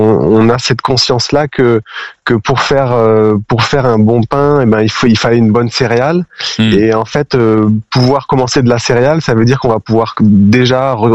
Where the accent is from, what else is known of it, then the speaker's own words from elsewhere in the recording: Port-Sainte-Marie, Nouvelle-Aquitaine, France; au village où j'ai grandi à Port-Sainte-Marie.